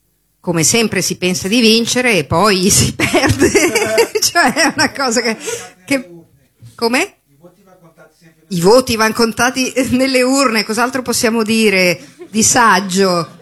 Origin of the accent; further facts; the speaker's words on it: Milan, Lombardy, Italy; also born or lived in Venice; sono di Milano